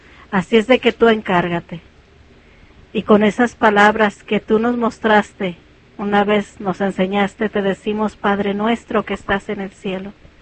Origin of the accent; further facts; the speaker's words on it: Michoacán, Mexico; moved away; es que allá en mi pueblo, Michoacano, se dice a piquín.